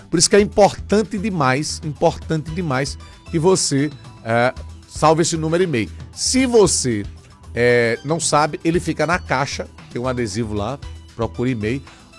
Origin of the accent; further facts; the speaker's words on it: Maceió, Alagoas, Brazil; Se eu pudesse escolher qualquer lugar do mundo para nascer, eu escolheria Maceió de novo. Eu amo a minha terra, amo, amo.